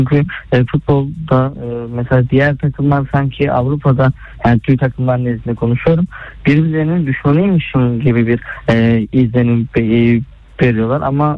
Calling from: Istanbul, Turkey; İstanbul'dan katılıyorum.

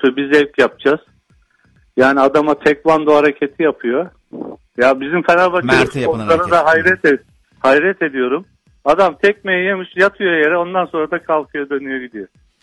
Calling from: Istanbul, Turkey; ben İstanbul'dan arıyorum.

